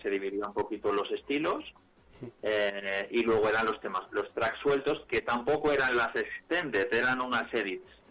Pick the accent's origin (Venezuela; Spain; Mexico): Spain; Barcelona, Catalonia; soy de Barcelona, pero en el fondo soy del Madrid